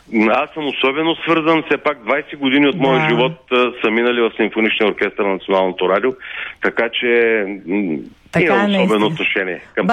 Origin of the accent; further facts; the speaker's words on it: Gorna Oryahovitsa, Veliko Tarnovo Province, Bulgaria; аз съм от Горна Оряховица.